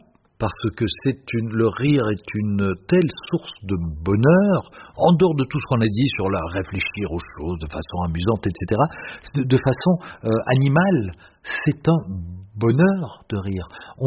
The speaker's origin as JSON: {"language": "French", "country": "France", "said": "Non, on est français, monsieur. On est, voilà, du matin au soir."}